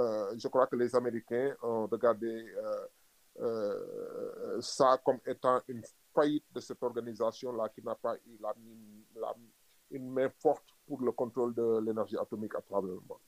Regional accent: Senegal; Est-ce qu'aujourd'hui, en tant qu'Africain, en tant que Sénégalais, je suis offusqué par leur attitude, bien sûr que si.

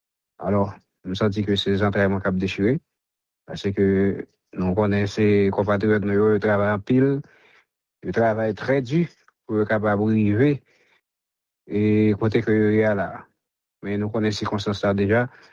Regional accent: Haiti

